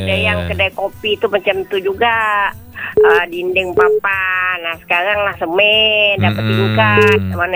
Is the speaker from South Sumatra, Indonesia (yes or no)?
no; Riau Islands, Indonesia; born there; moved away; Iya, dah maju dah kampung kami.